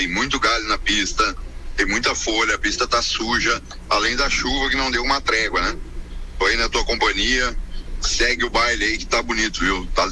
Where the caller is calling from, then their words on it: Taquara, Rio Grande do Sul, Brazil; eu sou lá da cidade de Taquara.